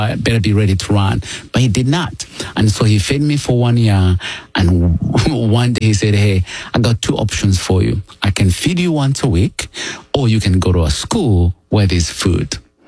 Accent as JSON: {"language": "English", "country": "Uganda", "tie": "born or raised there"}